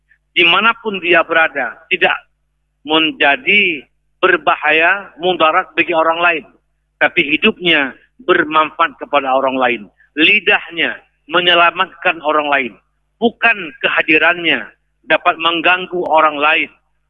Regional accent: Aceh, Indonesia; Kita orang Aceh, orang lain segan kepada kita karena kita adalah Serambi Mekah.

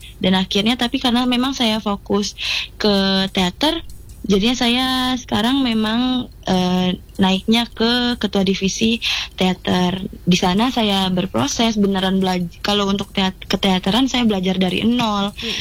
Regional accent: Bengkulu, Indonesia; now in Lampung, Indonesia; Kalau saya dari Bengkulu.

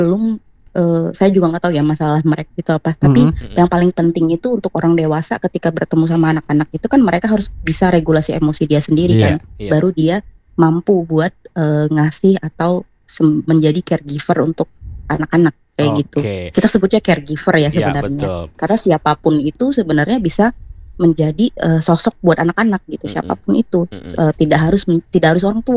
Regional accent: Dumai, Riau, Indonesia; born there; Aslinya aku itu orang Melayu, jadi aku tuh lahirnya di Dumai, ya pindah-pindah.

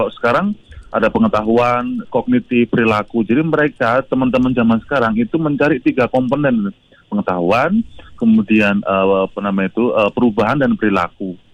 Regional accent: Yogyakarta, Special Region of Yogyakarta, Indonesia; Pertama itu secara umum ya, karena saya dari Jogja ya

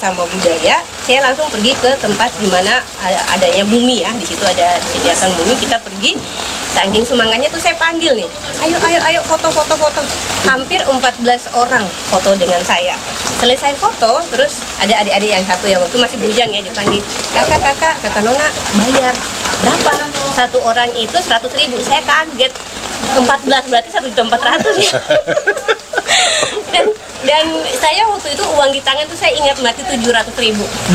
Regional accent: Biak, Southwest Papua, Indonesia; now in Sorong, Indonesia; kecintaan saya terhadap budaya saya Papua pada umumnya, walaupun dari Biak, tetapi umumnya saya cinta sama budaya Papua.

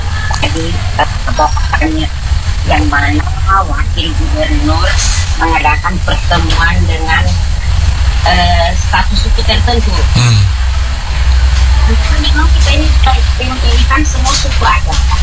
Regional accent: East Kalimantan, Indonesia; Karena kami ini dari Kaltim ini bukan cuma satu suku.

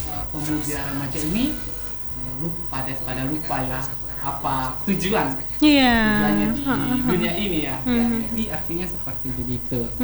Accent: Gunungsitoli, North Sumatra, Indonesia; Saya berasal dari Gunung Kecamatan Gunung Stoli, Barat.

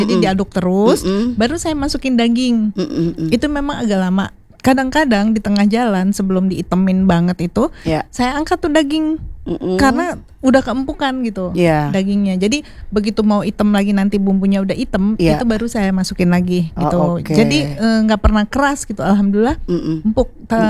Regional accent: Jakarta, Indonesia; Saya itu udah lama dari kecil di Jakarta, jadi saya ngerti ngomong Padang, tapi saya ngucapinnya kadang suka kaku gitu.

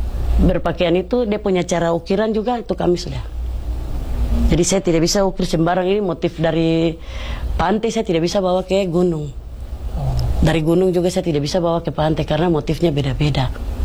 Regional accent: Papua, Indonesia; jaga kami orang Papua, khusus ini tempunya khas Papua ini, bisa kami jaga sama-sama sampai turun temurun

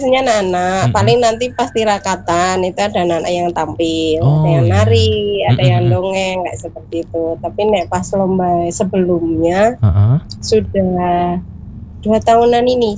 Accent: Cilacap, Central Java, Indonesia; moved away; saya kan aslinya Cilacap gitu ya.

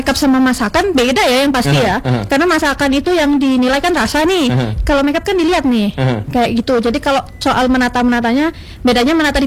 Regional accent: Malang, East Java, Indonesia; now in Pontianak, Indonesia; Jadi kebetulan asalnya aku tuh dari Kota Malang. Aku tuh orang Jawa asli, Jawa.

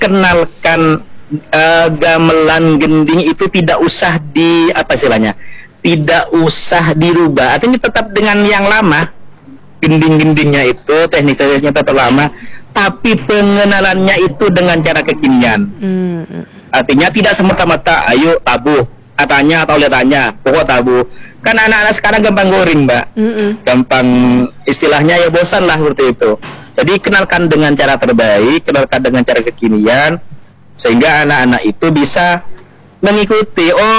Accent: Madura, East Java, Indonesia; Nah, di kita di Madura

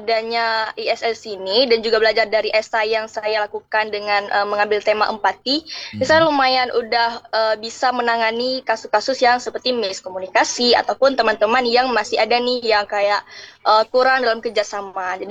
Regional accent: Aceh Utara, Aceh, Indonesia; dan saya sendiri dari Aceh Utara.

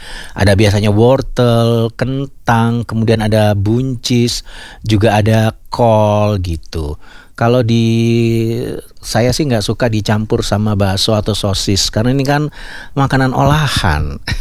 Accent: East Java, Indonesia; dulu zaman saya waktu kecil di Jawa Timur.

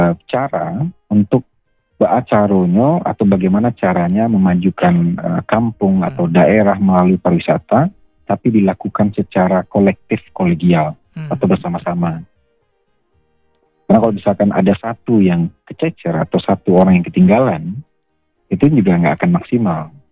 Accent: West Sumatra, Indonesia; Adat bersandi sarak, sarak bersandi kita berdua itu memang kayak pedoman hidup kita orang Minang.

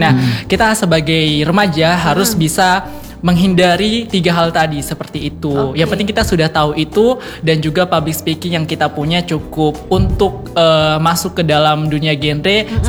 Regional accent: Central Sulawesi, Indonesia; di kampung saya, khususnya di Kabupaten Parigi Mutong sana

